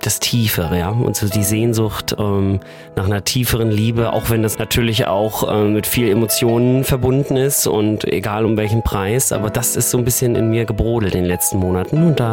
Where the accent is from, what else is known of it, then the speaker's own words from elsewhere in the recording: Wismar, Mecklenburg-Vorpommern, Germany; in meiner Heimatstadt, in Wismar. So eine Kleinstadt in MV.